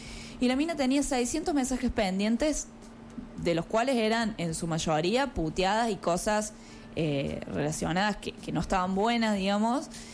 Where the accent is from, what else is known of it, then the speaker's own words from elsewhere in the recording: Argentina; nosotros como argentinos no tenemos nada que decir más que mostrar cómo somos.